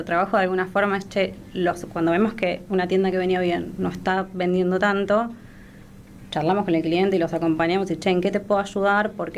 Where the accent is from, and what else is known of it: Argentina